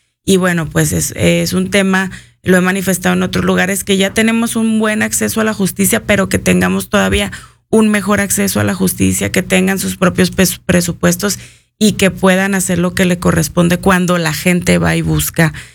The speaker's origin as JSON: {"language": "Spanish", "region": "Chihuahua", "country": "Mexico"}